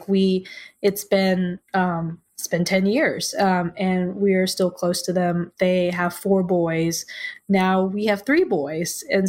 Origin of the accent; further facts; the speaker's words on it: Thailand; moved away; I'm from the East, right? From Southeast Thailand or Asia, from the East. So I came to the West, and now I'm back in the East.